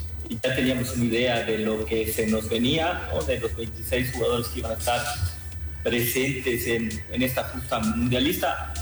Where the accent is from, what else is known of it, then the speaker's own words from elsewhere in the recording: Mexico; hablando como mexicanos.